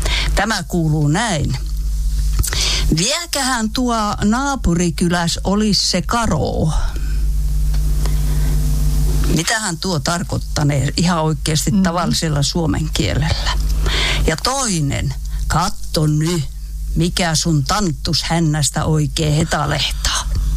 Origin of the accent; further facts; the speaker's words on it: Haapajärvi, North Ostrobothnia, Finland; accent: Haapajärvi dialect, Ostrobothnian; moved away; Mä menen sinne, mistä mä oon kotoisin, niin mä rupean puhumaan sitä leveetä Haapajärven murretta.